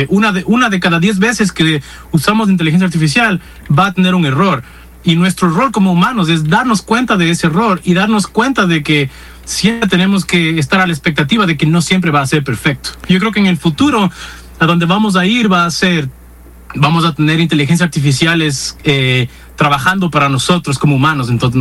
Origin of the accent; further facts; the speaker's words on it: Ecuador; moved away; Yo salí de Ecuador en 2020 y lamentablemente no he regresado